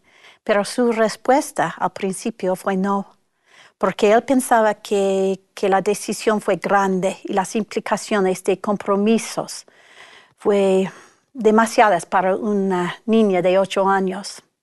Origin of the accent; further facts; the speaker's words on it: Salt Lake City, Utah, United States; born there; Nací en los Estados Unidos, en Lago Salado, en el centro de la iglesia, pero mi padre también era presbiteriano y mi madre menos activa.